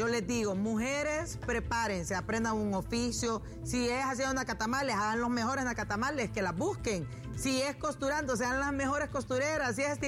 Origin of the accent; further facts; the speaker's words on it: Tegucigalpa, Francisco Morazán, Honduras; yo crecí aquí en Tegu, ahí en el Alto de en medio.